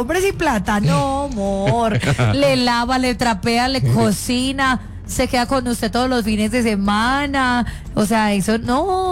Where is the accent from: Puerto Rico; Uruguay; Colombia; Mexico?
Colombia; Cali, Valle del Cauca; accent: caleña; Estoy hablando como toda caleña